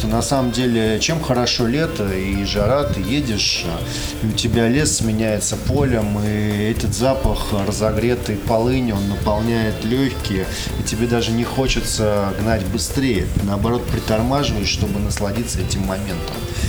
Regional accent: Moscow, Russia; now in Saint Petersburg, Russia; я москвич, живу в Петербурге уже 15 лет.

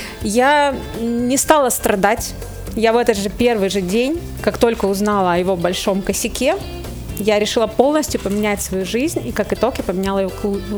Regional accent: Russian Far East, Russia; а я сама дальневосточница

